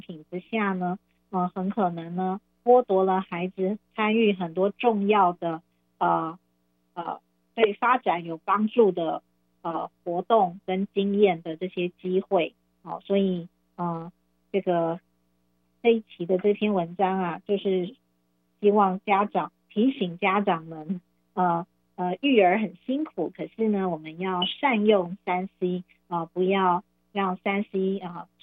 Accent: Taiwan; 我们台湾的孩子

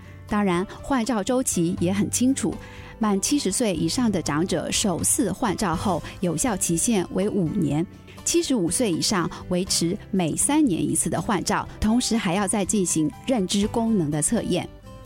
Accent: Taiwan

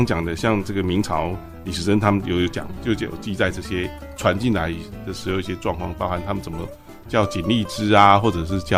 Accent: Taiwan; 我们台湾人都很厉害

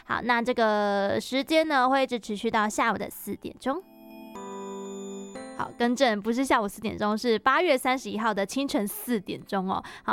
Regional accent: Kaohsiung, Taiwan; 我是高雄的小朋友，

